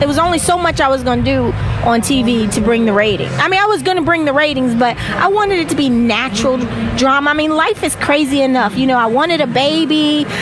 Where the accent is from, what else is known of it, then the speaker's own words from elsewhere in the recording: Baltimore, Maryland, United States; So I come to CBC every year, and I'm from Baltimore.